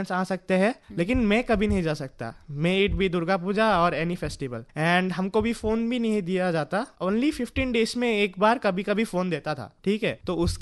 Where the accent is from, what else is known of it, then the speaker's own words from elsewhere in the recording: Maibang, Assam, India; मेरे इलाके में, मैं जैसे कि मायबंग से बिलोंग करता हूँ, तो वहाँ पर मतलब एक स्टेबलाइज डॉक्टर नहीं है